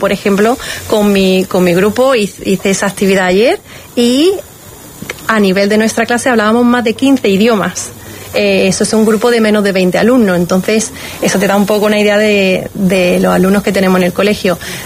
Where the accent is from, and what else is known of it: Córdoba, Andalusia, Spain; also born or lived in England